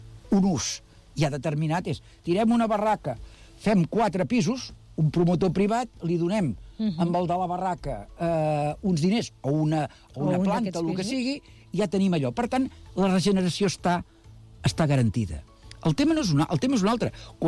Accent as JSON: {"language": "Catalan", "town": "Badalona", "region": "Catalonia", "country": "Spain", "said": "però com a badaloní i la gent de Canyet no podrà regar els horts"}